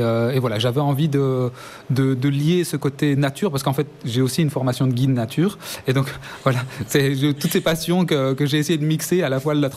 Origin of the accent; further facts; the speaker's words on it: Belgium; Oui, c'est ça, j'ai grandi à Anu, du coup dans la campagne Esbignon. Et c'est vrai que moi j'ai grandi beaucoup à l'extérieur.